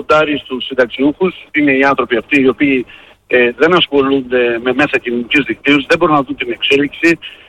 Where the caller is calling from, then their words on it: Vergina, Central Macedonia, Greece; εγώ είμαι από τη Βεργίνα.